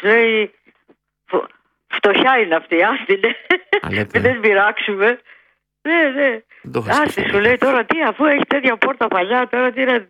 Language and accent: Greek; Pangrati, Attica, Greece; born there; Γεννήθηκα στο Παγκράτη